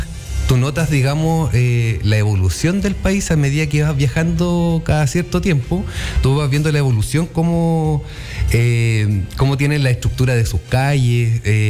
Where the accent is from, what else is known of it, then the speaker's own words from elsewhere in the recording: Chile; nosotros como chilenos nos exigen el pasaporte